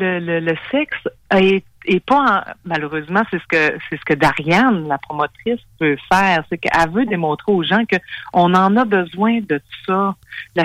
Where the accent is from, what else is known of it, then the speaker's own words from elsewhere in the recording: Quebec, Canada; Ben, c'est parce qu'à la base, on vient du Saguenay, hein, vous comprenez?